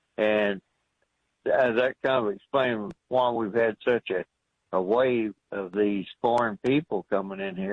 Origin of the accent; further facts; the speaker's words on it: Midwest, United States; We grew up in the Midwest